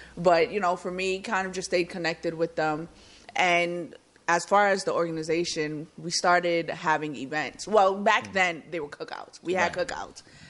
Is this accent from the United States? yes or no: yes; New York City, New York, United States; We're originally from the Bronx, born and raised.